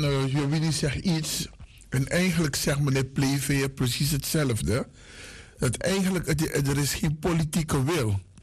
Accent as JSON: {"language": "Dutch", "region": "Paramaribo", "country": "Suriname", "tie": "born or raised there", "moved": "yes", "said": "De Daniel Continuostraat, daar in de buurt waar ik ben opgegroeid"}